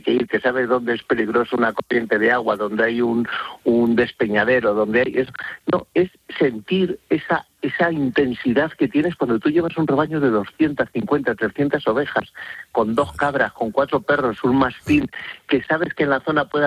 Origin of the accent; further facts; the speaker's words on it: Castile and León, Spain; also born or lived in Madrid; ¿cómo no lo voy a conocer si es mi tierra? Que es que yo me crié tirando cantos a los del Polo de Arriba, a los de Navasequilla, y los de la Lastra me tiraban cantos a mí